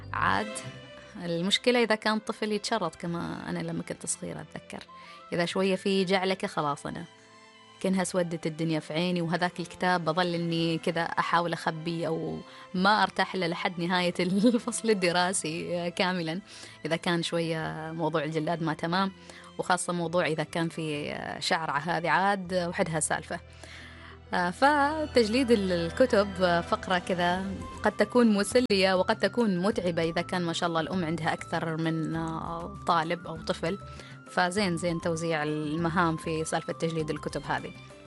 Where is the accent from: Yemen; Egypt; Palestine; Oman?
Oman; عندنا في سلطنة عمان